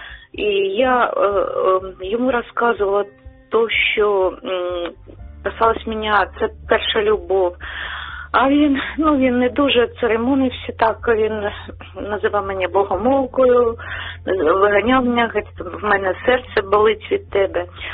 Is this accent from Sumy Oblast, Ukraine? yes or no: no; Kharkiv, Kharkiv Oblast, Ukraine; я з Харкова.